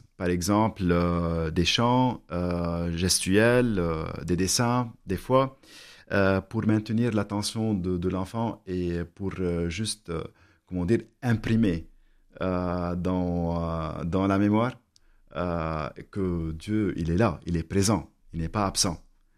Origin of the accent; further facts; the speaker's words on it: Lebanon; French is a second language; Il pose beaucoup de questions à propos de mon accent, d'où je suis, où est le Liban aussi.